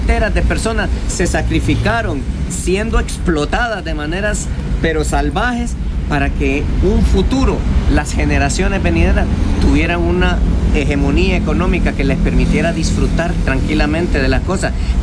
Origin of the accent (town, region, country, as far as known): Honduras